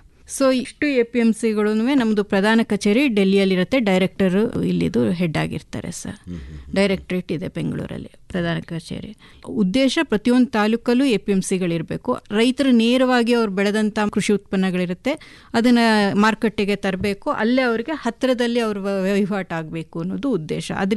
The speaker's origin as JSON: {"language": "Kannada", "area": "Mysore district", "region": "Karnataka", "country": "India", "tie": "born or raised there", "said": "ನಾನು ಮೂಲತಃ ಮೈಸೂರು ಜಿಲ್ಲೆಯವಳೆ."}